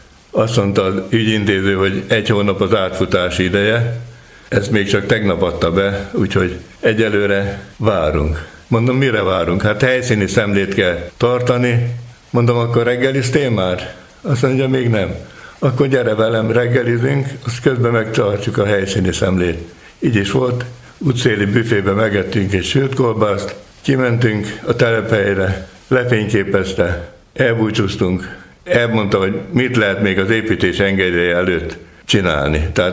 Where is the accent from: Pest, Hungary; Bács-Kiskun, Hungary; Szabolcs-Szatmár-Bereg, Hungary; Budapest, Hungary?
Szabolcs-Szatmár-Bereg, Hungary; Gelénes; born there; moved away; Gelénesen van a szülői házam, én örököltem meg